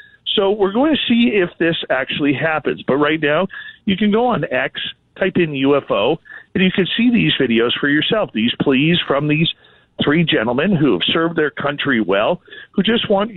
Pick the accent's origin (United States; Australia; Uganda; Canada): Canada; Yes, Walter, I'm Canadian